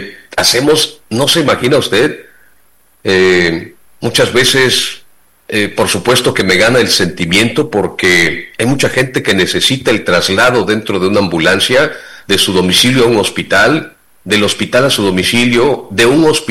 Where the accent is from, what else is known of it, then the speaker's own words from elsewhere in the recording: Juchitán, Oaxaca, Mexico; porque yo soy de Juchitán, vivo, madre, mi familia somos de Juchitán